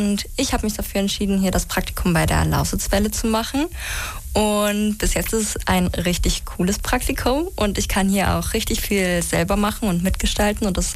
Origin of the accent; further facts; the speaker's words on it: Wittichenau, Saxony, Germany; Ja, also ich komme aus Wittichenau und ich bin jetzt 15 Jahre alt.